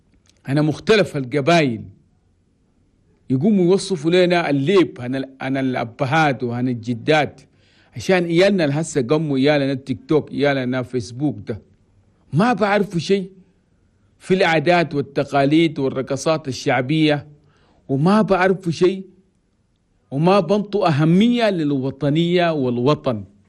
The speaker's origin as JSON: {"language": "Arabic", "country": "Chad", "said": "فرحة كبيرة عشان بلدنا تشاد لقت الاستقلال. والعيد ده باقي ليا 3 يوم يوم الثلاثاء الجاي. لابد أننا تشاديين كلنا في ثلاثة الكون."}